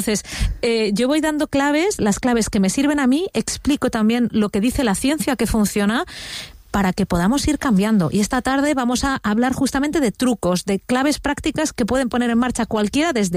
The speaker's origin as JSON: {"language": "Spanish", "town": "Madrid", "region": "Community of Madrid", "country": "Spain", "tie": "born there", "said": "Yo nací en Madrid, pero mi padre es de Málaga y mi madre era de Almería"}